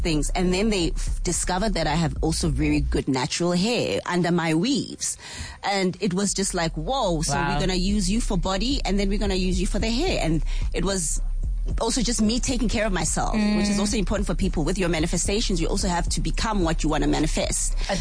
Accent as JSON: {"language": "English", "region": "KwaZulu-Natal", "country": "South Africa", "said": "because I was also from the Midlands"}